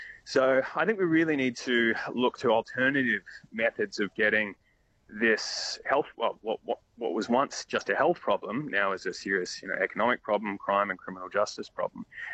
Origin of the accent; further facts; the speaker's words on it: Victoria, Australia; So here in my home state of Victoria, it's maximum 15 years in prison if you're selling illicit tobacco